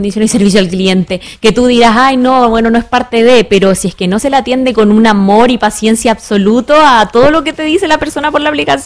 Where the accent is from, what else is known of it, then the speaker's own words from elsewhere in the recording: Chile; los turistas nos hacen bien como chilenos.